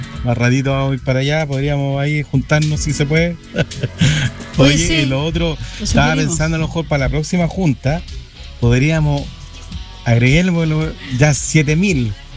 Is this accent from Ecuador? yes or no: no; Chile; siendo chileno